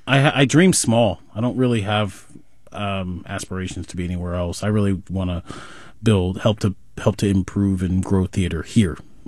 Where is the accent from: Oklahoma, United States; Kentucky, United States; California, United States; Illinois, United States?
California, United States; Sacramento; I mean, like I grew up in the Freeport neighborhood across from the Executive Airport. And then at one point I moved over to Fruit Ridge and Stockton area.